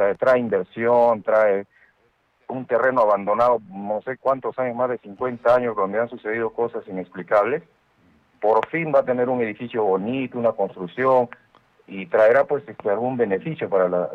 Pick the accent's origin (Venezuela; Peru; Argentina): Peru; Todos tenemos derecho a trabajar, todos somos peruanos.